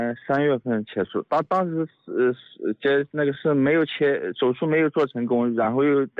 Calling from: Shaoxing, Zhejiang, China; 我是在绍兴柯桥的这边。

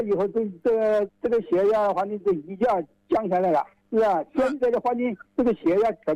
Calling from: Xiantao, Hubei, China; 我是仙桃城区的。

